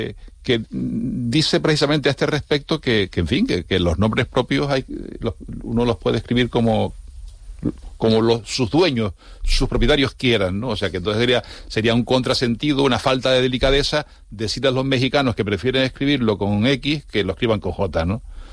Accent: Canary Islands, Spain

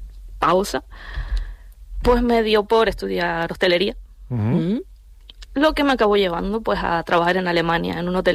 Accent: San Andrés y Sauces, Canary Islands, Spain; Yo soy nacida, crecida y pasida en San Andrés y Sauces.

